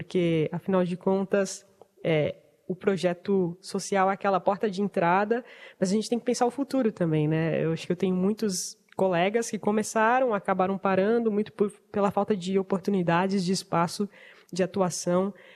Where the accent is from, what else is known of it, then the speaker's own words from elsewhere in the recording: Cerquilho, São Paulo, Brazil; Eu sou de Serquilho, uma cidade no interior do estado de São Paulo